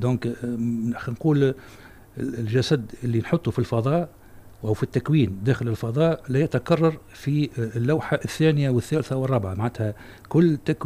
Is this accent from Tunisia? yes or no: yes; Tunisia; عندنا في تونس